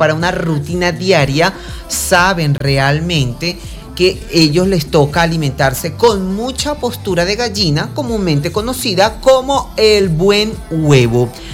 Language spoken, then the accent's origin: Spanish; Venezuela; Uno como venezolano le encanta el chisme.